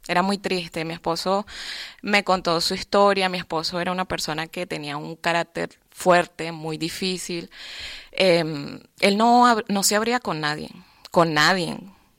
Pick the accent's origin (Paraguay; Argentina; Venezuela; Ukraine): Venezuela; moved away as an adult; now in Spain; vengo de Venezuela. Desde el 2019 estoy aquí en España.